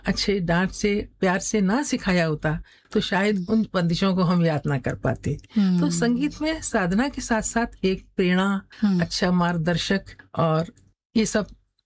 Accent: Firozabad, Uttar Pradesh, India; born there; मेरा जन्म 1961 में हुआ था, फिरोजाबाद में

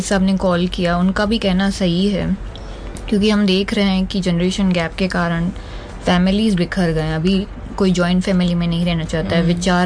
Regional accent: Pune, Maharashtra, India; मैं पुणे से बिलोंग करती हूँ

